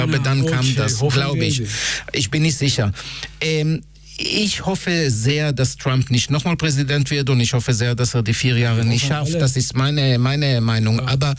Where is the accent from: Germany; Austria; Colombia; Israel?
Israel; moved away; ich komme aus Israel